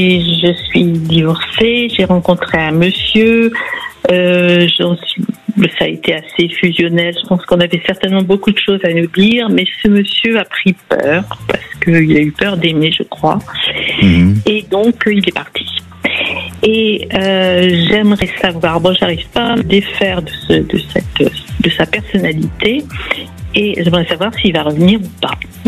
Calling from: Île-de-France, France; Eh bien, je vous appelle de la région parisienne.

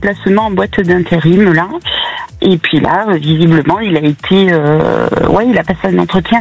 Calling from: Occitanie, France; Alors, moi, dans l'Occitanie, à côté de Toulouse.

